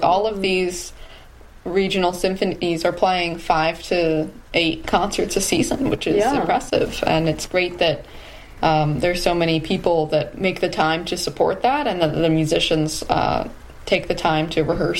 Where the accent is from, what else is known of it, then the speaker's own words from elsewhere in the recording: Florida, United States; now in Michigan, United States; Growing up in Florida